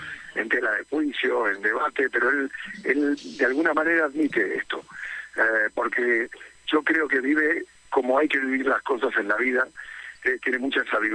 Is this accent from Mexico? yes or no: no; Argentina; Soy argentino y puedo seguir hablando una hora, pero...